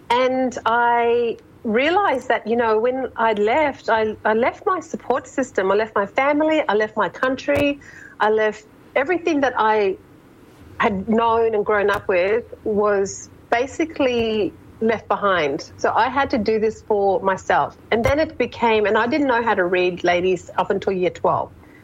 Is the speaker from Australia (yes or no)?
yes; Wyndham, Western Australia, Australia; I'll go right back to being a kid in Wyndham, because a lot of people may not know that I grew up in Wyndham and the East Kimberley, but family know me.